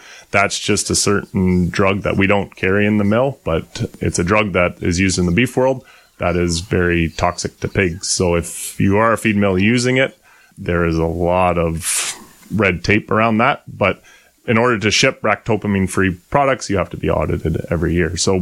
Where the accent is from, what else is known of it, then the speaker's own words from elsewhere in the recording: Guelph, Ontario, Canada; So I grew up in Guelph, not really on a farm or anything like that, but spent most of my summers at my grandparents, helping on their dairy farm.